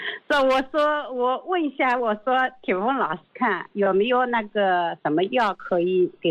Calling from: Hangzhou, Zhejiang, China; 我是萧山的

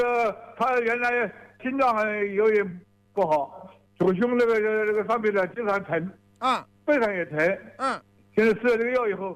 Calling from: Wuhan, Hubei, China; 我武昌的。

